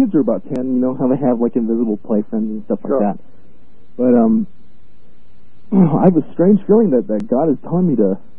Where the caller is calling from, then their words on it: El Paso, Texas, United States; I'm calling from El Paso, Texas.